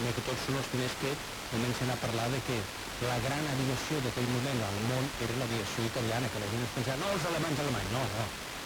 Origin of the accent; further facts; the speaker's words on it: Granollers, Catalonia, Spain; jo soc de Granollers.